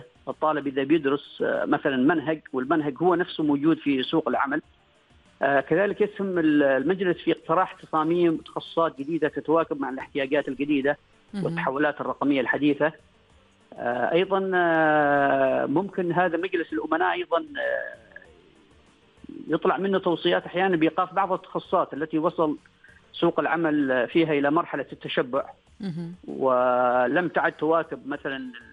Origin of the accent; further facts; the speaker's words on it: Oman; نحن كعمانيين قريب جدا من ثقافتنا